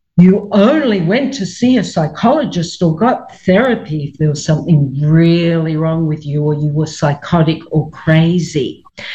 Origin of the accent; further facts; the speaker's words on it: Melbourne, Victoria, Australia; accent: Australian; moved away as an adult; now in New York, United States; It's Australian. It won't leave me, though I've lived in New York for 20-something years. I was born, raised, educated in Melbourne or Melbourne, Australia